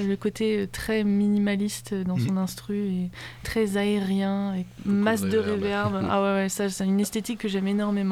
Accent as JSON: {"language": "French", "region": "England", "country": "United Kingdom", "tie": "born or raised there", "first_language": "Danish and English", "second_language": "French", "moved": "yes", "said": "Oui, j'ai grandi en Angleterre."}